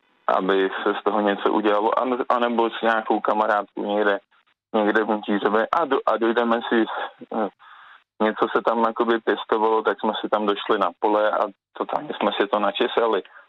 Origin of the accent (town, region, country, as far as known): Děčín, Ústí nad Labem Region, Czechia; born there